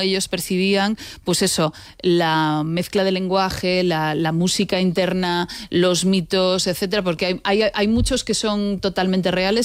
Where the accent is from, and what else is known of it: A Coruña, Galicia, Spain